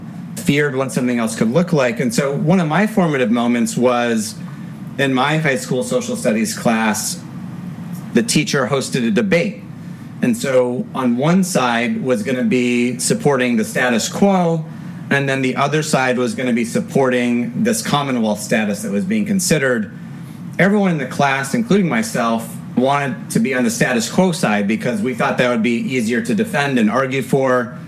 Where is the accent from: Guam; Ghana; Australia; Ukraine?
Guam; and really found so many people, I guess similar to yourself, I say, oh, I'm from Guam.